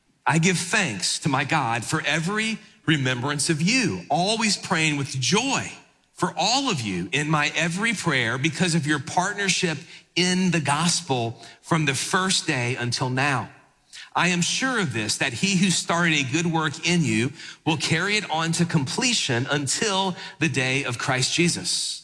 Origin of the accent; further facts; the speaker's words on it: New Orleans, Louisiana, United States; people would go to football games when I was growing up in New Orleans with bags over their heads and the eyes cut out.